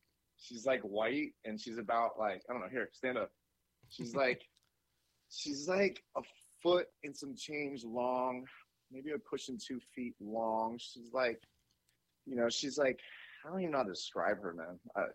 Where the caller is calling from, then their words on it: Frisco, United States; I'm calling from Frisco.